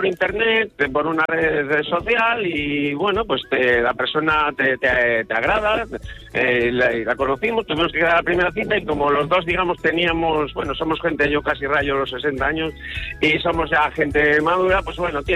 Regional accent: Valladolid, Castile and León, Spain; born there; now in Galicia, Spain; llevo 30 años en Galicia, pero yo nací, digamos, que empiece en Valladolid.

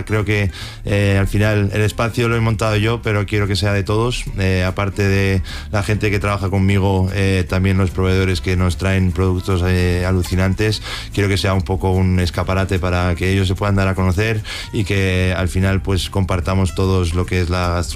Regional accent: Madrid, Community of Madrid, Spain; also born or lived in United States; Bueno, nacimos todos en Estados Unidos, pero siempre hemos vivido aquí en Madrid.

